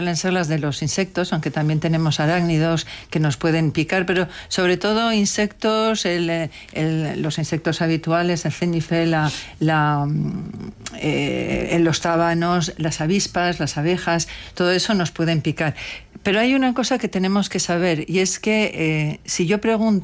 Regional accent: Castile and León, Spain; Yo que vengo de Castilla y León y he sido la consejera de Sanidad

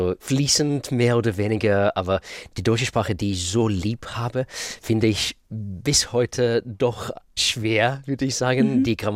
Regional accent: Israel; first language Russian; German is a second language; moved away as an adult; also born or lived in Russia; now in London, United Kingdom; Hebräisch, ja, ich bin in Israel aufgewachsen. 25 Jahre habe ich da gelebt.

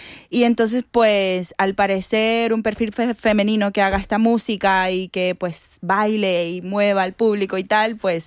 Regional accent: Barranquilla, Atlántico, Colombia; y toda la música de mi tierra del Caribe colombiano, porque yo soy de Barranquilla, el Caribe colombiano.

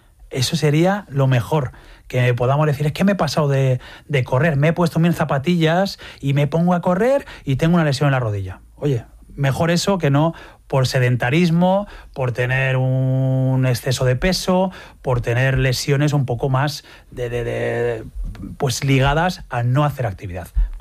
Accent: La Rioja, Spain; A mí eso, como riojano, vamos, es algo que te hace sentirte feliz y te llena

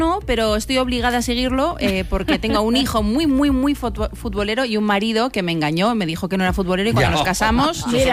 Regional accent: Basque Country, Spain; moved away as an adult; now in Madrid, Spain; muchos nos hemos mudado a Madrid a buscar trabajo, como yo, que soy de la periferia, no igual, porque soy vasca.

